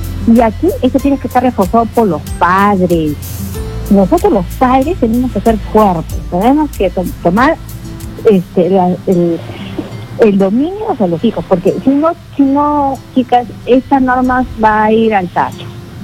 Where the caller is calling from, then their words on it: Lima, Peru; de Surco.